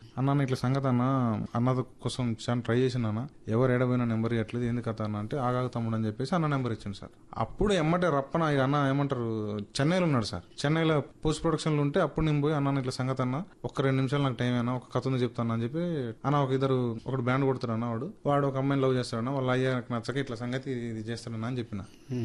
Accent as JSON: {"language": "Telugu", "town": "Yellandu", "region": "Telangana", "country": "India", "said": "Yellandu sir."}